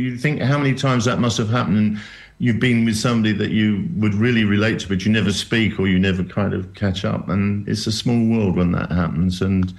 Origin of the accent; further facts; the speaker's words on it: England, United Kingdom; I'm an Englishman